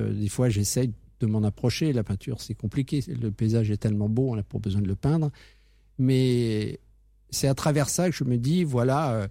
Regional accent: Paris, Île-de-France, France; moved away as an adult; now in Argenton-sur-Creuse, France; Moi, je suis né à Paris... Je suis un parigot.

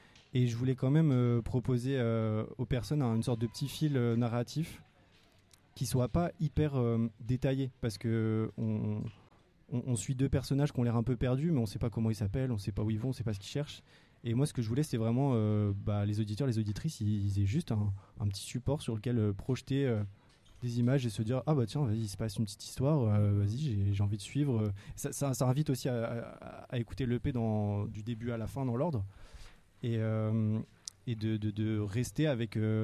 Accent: Brest, Brittany, France; je suis de Brest, du coup j'ai des connexions là-bas.

